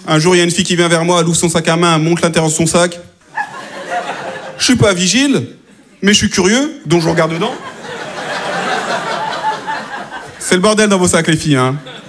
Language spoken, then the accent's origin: French; France; born there; Je lui dis non madame, je suis pantillais, je suis d'origine malienne. Elle me dit c'est bizarre parce que vous parlez bien français. J'ai dit, madame, si je parle bien français, c'est peut-être parce que je suis né en France